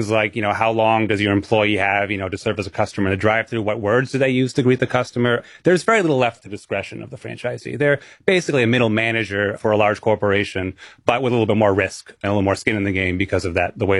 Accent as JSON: {"language": "English", "region": "New England", "country": "United States"}